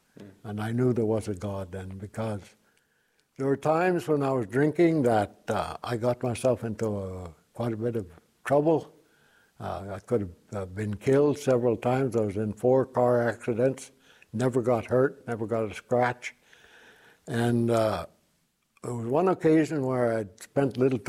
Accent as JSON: {"language": "English", "region": "Saskatchewan", "country": "Canada", "tie": "born or raised there", "also_born_or_lived": "Prince Albert", "said": "I'm from the Musketeer First Nation. I was born in 1938 in Prince Albert in the Holy Family Hospital. Lived all my life on Musketeer pretty well, except when I was out working. And I'm a product of a mixed marriage, my dad being Cree and my mother a Caucasian lady."}